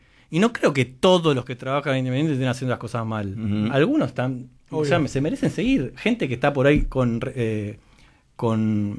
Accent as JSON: {"language": "Spanish", "town": "Temperley", "region": "Buenos Aires Province", "country": "Argentina", "tie": "born or raised there", "said": "Yo nací en un club. Yo nací en el Launtenny de Temperley, club social, donde pasé los primeros 13 años de mi vida en ese club."}